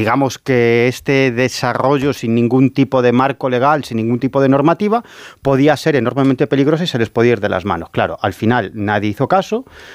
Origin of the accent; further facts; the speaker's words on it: Galicia, Spain; como decimos en mi tierra, a velas vir, en gallego.